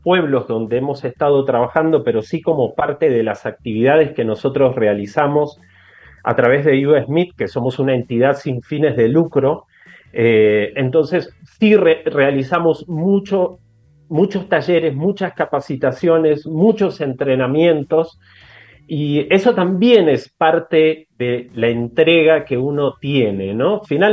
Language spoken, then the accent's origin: Spanish; Argentina; moved away as an adult; also born or lived in Mexico / Peru; now in Colombia; soy argentino, pero ya hace varios años que vivo por fuera de Argentina y he tenido la posibilidad de vivir en México y en Perú